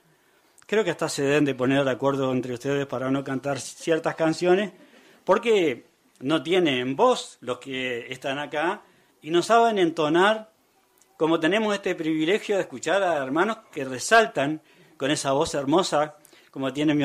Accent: Uruguay; somos hermanos de Uruguay

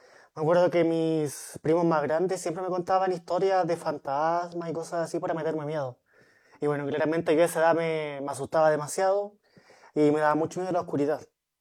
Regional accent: Tomé, Biobío, Chile; also born or lived in Los Ángeles, Chile / Concepción, Chile; Estudié acá en Tomé toda mi vida, hasta que me fui a Conce, a la universidad. Estudié en la Margarita Nosó, sé que está en el centro, toda la básica, y después pasé al Liceo Vicente Palacios.

